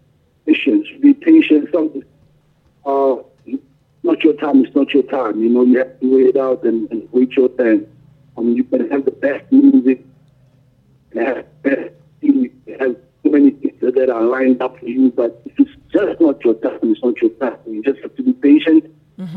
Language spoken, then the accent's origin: English; South Africa; Growing up in South Africa, man, will humble you.